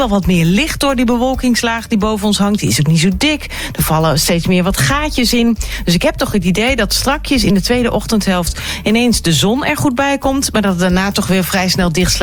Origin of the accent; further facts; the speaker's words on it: Eindhoven, North Brabant, Netherlands; born there; Eindhoven